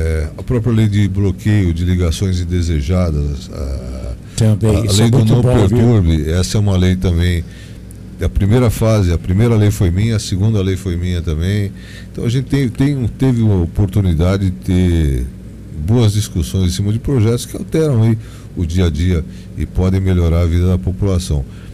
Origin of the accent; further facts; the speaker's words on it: São Paulo, Brazil; Eu sou de São Paulo, capital. A minha família, meu pai é do interior. Meu pai é uma cidade chamada São José do Rio Pardo, perto ali de Mococa, Casa Branca, isso, né? Mas eu nasci em São Paulo.